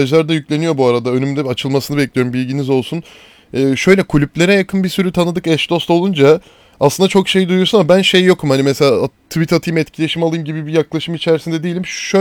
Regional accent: Çorum, Turkey; now in Istanbul, Turkey; Aynı zamanda memleketim Çorumspor'da canı gönülden kutluyorum. Mutluyuz, onurluyuz, gururluyuz çünkü Çorumluyuz.

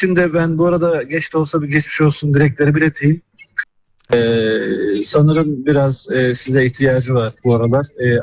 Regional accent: Zonguldak, Turkey; Evet, ben de bu arada Zonguldaklıyım.

